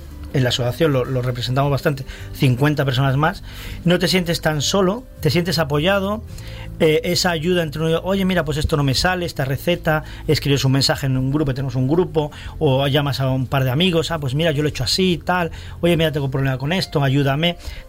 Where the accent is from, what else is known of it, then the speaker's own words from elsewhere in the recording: Almería, Andalusia, Spain; que yo vengo un poco más de fuera, soy de Almería todavía, pero vengo más de fuera, ese compañerismo, que os lo digo, no hay en otros sitios.